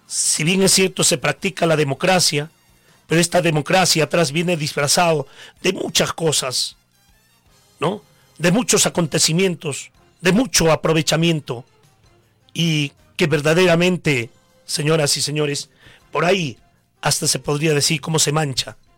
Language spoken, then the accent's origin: Spanish; Coracora, Ayacucho, Peru; Somos coracoreños, parinacochanos, nos conocemos